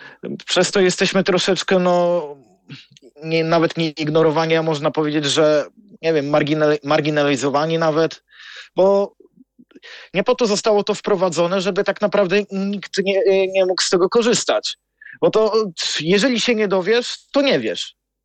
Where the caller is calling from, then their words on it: Bydgoszcz, Kuyavian-Pomeranian Voivodeship, Poland; u mnie w Bydgoszczy, moja stała lokalizacja